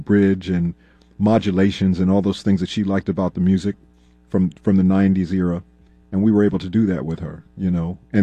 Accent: Minneapolis, Minnesota, United States; growing up in the Twin Cities, we grew up on stages.

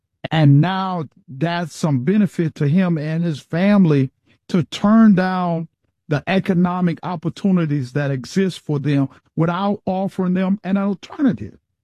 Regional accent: the South, United States; now, look, so I'm from the South.

